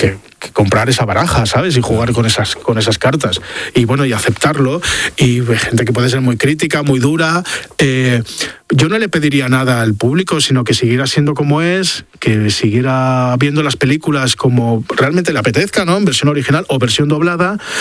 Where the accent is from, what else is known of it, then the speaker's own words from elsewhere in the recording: Avilés, Asturias, Spain; now in Madrid, Spain; en aquel momento en Avilés, yo soy de Avilés, me siento muy avilesino.